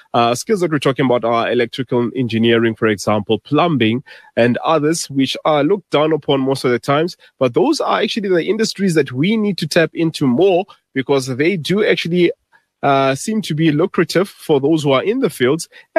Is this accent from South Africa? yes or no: yes; South Africa